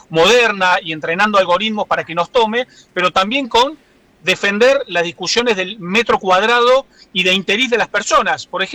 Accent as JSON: {"language": "Spanish", "region": "Córdoba", "country": "Argentina", "said": "Y radios del interior como Cadena 3, Mitre, eso es lo que consumo como cordobés"}